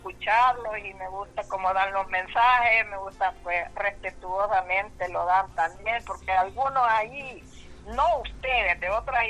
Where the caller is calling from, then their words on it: Jocoro, Morazán, El Salvador; yo soy de aquí de Jocoro